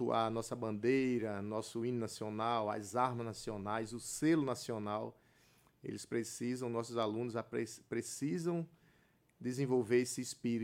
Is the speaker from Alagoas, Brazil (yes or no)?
yes; Alagoas, Brazil; also born or lived in Brasília; Sou alagoano, mas